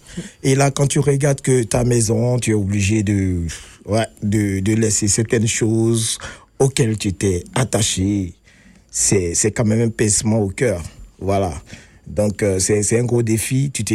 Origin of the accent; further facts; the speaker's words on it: Bongouanou, Lacs, Côte d’Ivoire; moved away as an adult; now in Manitoba, Canada; Je suis originaire de la Côte d'Ivoire, comme vous l'avez dit tantôt. Je suis Agni. Nous sommes le peuple qui vient du Moronou. Voilà, je viens de Bongouanou.